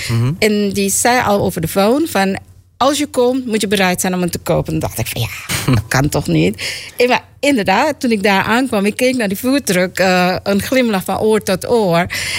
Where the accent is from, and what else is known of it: Suriname; born there; also born or lived in Dallas, Texas